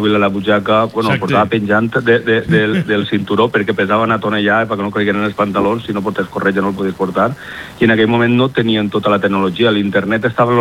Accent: Xeraco, Valencian Community, Spain; tots som de Xeraco

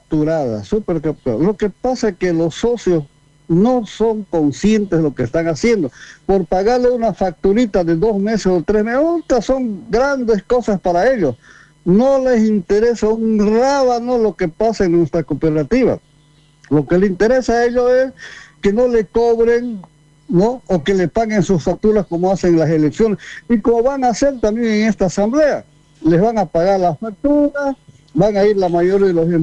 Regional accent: Montero, Santa Cruz, Bolivia; soy de Montero

